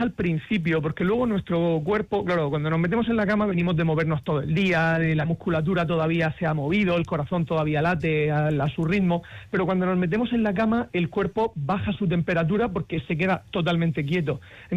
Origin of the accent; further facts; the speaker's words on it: Murcia, Region of Murcia, Spain; Pero claro, yo soy de Murcia, aquí la cosa es tremenda, ¿no?